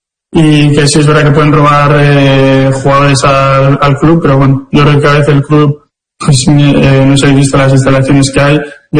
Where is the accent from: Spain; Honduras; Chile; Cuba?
Spain; Basque Country; al final somos somos vascos